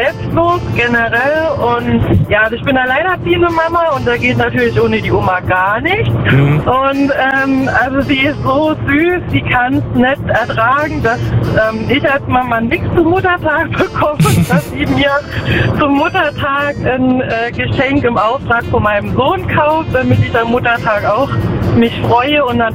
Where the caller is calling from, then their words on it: Schellweiler, Rhineland-Palatinate, Germany; Aus Schellweiler.